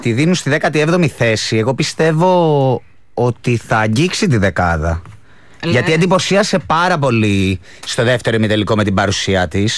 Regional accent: Greece; σαν Έλληνες

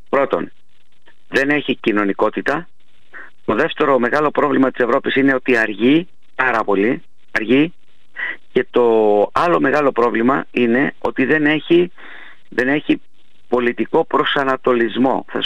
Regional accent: Samos, North Aegean, Greece; moved away; ξεκινώντας από τη Σάμο, από το χωριό μου

